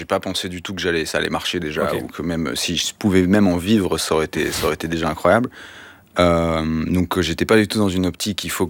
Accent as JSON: {"language": "French", "town": "Vouvray", "region": "Centre-Val de Loire", "country": "France", "tie": "born or raised there", "said": "J'ai grandi à Tours dans un village qui s'appelle Vouvray, qui est à côté"}